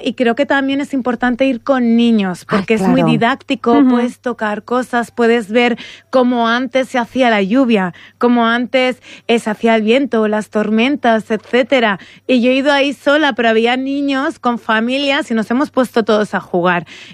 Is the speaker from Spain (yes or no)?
yes; Ciudad Real, Castilla-La Mancha, Spain; muchas veces los que somos de Ciudad Real no le sacamos ese jugo que tiene Almagro